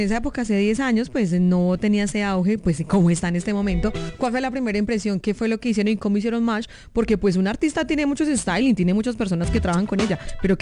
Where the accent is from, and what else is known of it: Colombia